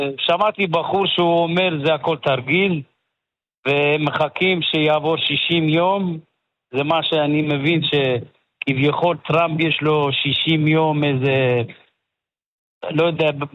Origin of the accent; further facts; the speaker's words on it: Iran; now in Nahariya, Israel; אני בתור יהודי, איראני